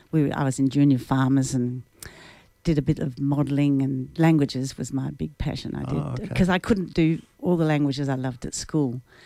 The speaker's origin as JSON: {"language": "English", "town": "Northam", "region": "Western Australia", "country": "Australia", "tie": "born or raised there", "moved": "yes", "said": "So I grew up in Northam."}